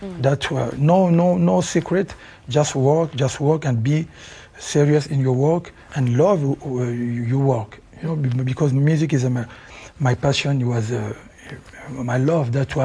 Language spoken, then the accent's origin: English; Kinshasa, DR Congo; English is a second language; moved away as an adult; now in Paris, France; I grew up in Kinshasa, mm-hmm. and I go to the Paris when I was, used to be a little bit, you know, like 20